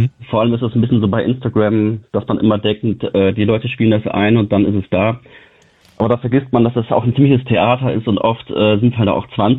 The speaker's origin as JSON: {"language": "German", "town": "Bonn", "region": "North Rhine-Westphalia", "country": "Germany", "said": "ich bin der Schlagzeuger der Band. Wir kommen beide aus Bonn, haben Musik studiert, ich in Osnabrück und Köln."}